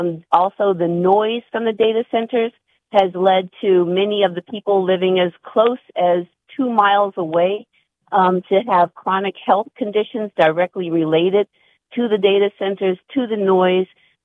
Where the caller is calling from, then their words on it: Washington, District of Columbia, United States; I'm a D.C. resident